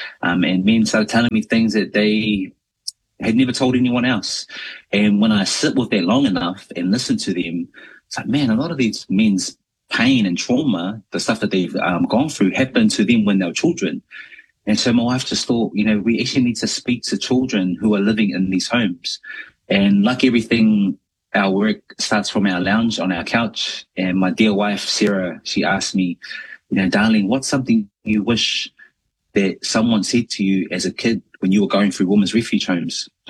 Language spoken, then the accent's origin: English; Christchurch, Canterbury, New Zealand; also born or lived in Auckland; I am New Zealand born Samoan. I was born in Tamaki Makaurau, Okilangi, Auckland, South Auckland, Mangere to be exact, but raised down in the mighty home of the Crusaders, Christchurch, Ōtautahi.